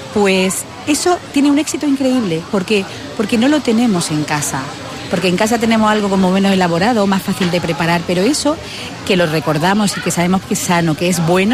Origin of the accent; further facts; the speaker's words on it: Granada, Andalusia, Spain; Nosotros pasamos nuestra infancia en la Chana, en las Torres. Ahora desde la Rosaleda vemos el lugar donde mi hermano y yo jugábamos de pequeño.